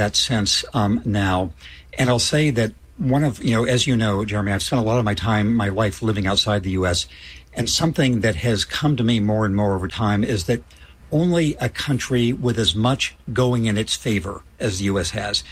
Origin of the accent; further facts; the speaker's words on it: California, United States; I was in my home state of California.